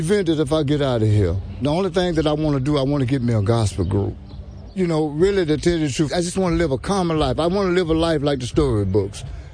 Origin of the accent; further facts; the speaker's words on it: Shreveport, Louisiana, United States; I'm from Shreveport, Louisiana, and I'm incarcerated for second-degree murder.